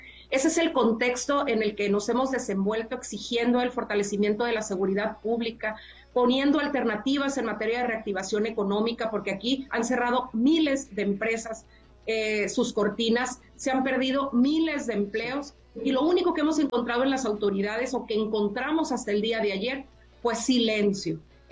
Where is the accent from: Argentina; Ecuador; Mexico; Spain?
Mexico; Culiacán, Sinaloa